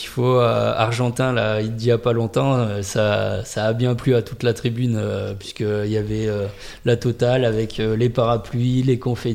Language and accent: French; France; chez nous en France